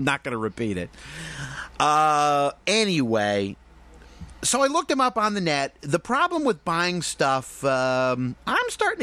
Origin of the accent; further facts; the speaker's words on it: Chicago, Illinois, United States; I grew up in Chicago.